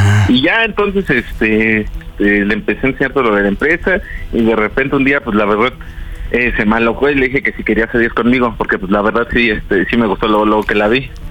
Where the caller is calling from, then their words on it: Oaxaca, Mexico; Tengo 25 años y soy aquí de Oaxaca.